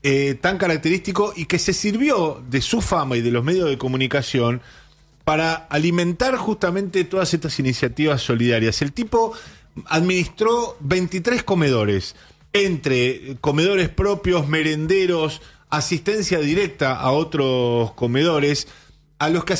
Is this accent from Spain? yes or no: no; Argentina